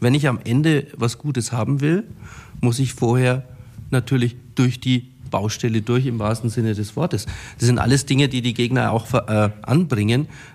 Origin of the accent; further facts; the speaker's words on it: Nuremberg, Bavaria, Germany; Also ich komme ja aus Muggenhof, also direkt am Frankenschnellweg aufgewachsen